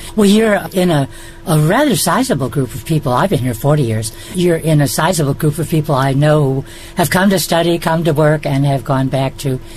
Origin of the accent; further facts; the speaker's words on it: Illinois, United States; I'm from Illinois myself, not far away.